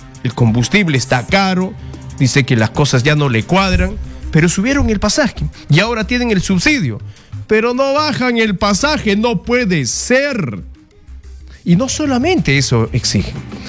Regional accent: Peru

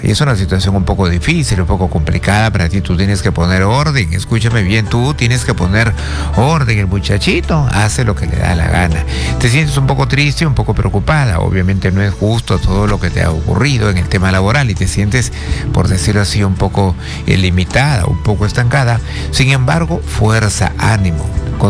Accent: Piura, Peru; estuviste en mi tierra con los churres de Piura

